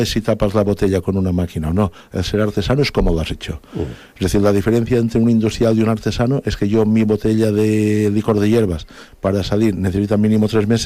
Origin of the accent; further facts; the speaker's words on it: Ibiza, Balearic Islands, Spain; de pequeño, aquí en Ibicenco, lo que hemos dicho siempre